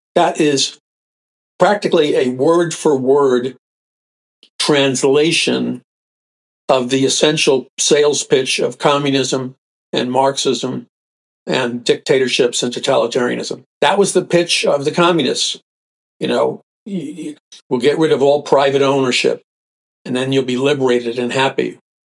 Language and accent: English; New York City, New York, United States; I remember growing up in New York City, people talked very straight